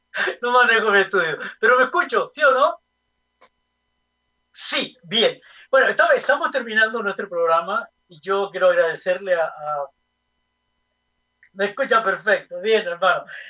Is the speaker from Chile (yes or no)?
yes; Chile; a este país, a nuestra patria, a nuestro Chile